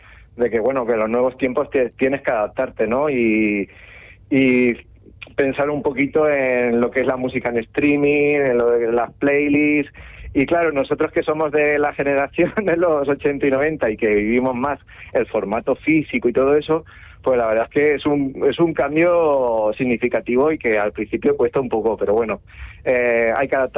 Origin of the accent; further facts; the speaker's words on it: Albacete, Castilla-La Mancha, Spain; como decimos en mi tierra